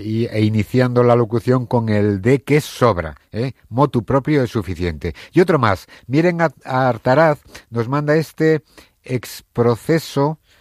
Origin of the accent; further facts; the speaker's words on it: Palencia, Castile and León, Spain; esa carga que llevamos todos los palentinos desde que nacemos, tener que decir que somos de Palencia con P.